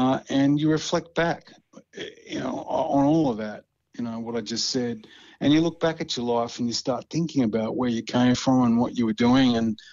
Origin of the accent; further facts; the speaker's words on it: Western Australia, Australia; also born or lived in Sydney; now in near Tamworth, Australia; I come from Western Australia originally, but it's about as west as it gets.